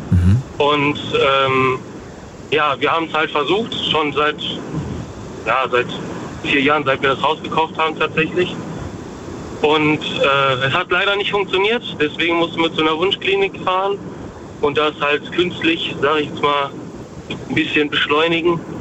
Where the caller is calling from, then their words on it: Dortmund, North Rhine-Westphalia, Germany; aus Dortmund eigentlich.